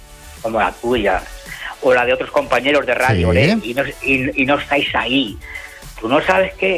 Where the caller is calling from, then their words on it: Villoruela, Castile and León, Spain; Hola, muy buenos días, Jerry, desde Salamanca, Villoruela.